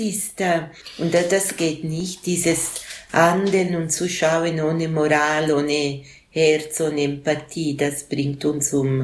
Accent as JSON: {"language": "German", "country": "Switzerland", "said": "Ich bin auch eine Schweizerin, aber nicht nur. Und dann habe ich ihm meine Geschichte erzählt."}